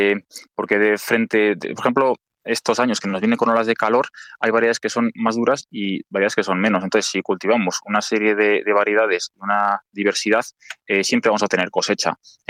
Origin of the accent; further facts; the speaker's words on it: Villalcázar de Sirga, Castile and León, Spain; Y es que en mi pueblo sale mucho. De hecho, nuestro gentilicio es alcazareño, pero nuestro mote es mielgueros. Nos llaman los mielgueros a los de mi pueblo.